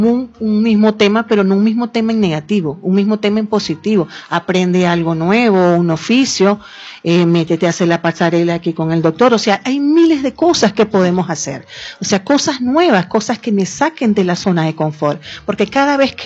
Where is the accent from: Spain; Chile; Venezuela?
Venezuela; como somos los venezolanos, resilientes, alegres